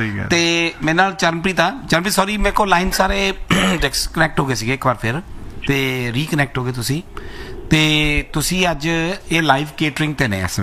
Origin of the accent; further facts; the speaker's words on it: Ludhiana, Punjab, India; ਅੱਛਾ, ਮੈਂ ਵੀ ਲੁਧਿਆਣੇ ਤੋਂ ਆਇਆ।